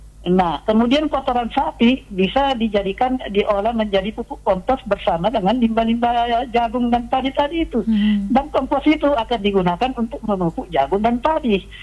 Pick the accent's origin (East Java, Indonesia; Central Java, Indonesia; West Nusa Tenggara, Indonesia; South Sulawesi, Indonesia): South Sulawesi, Indonesia; Bone; Saya karena orang Bone, saya boleh menunjuk daerah saya di bawah.